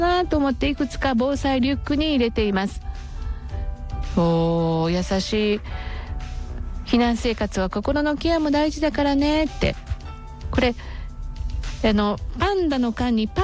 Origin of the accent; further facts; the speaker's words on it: Okazaki, Aichi, Japan; born there; 私はあの矢作中学校出身なので、